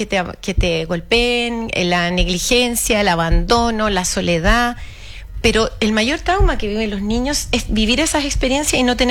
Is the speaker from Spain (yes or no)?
no; Chile; que somos los chilenos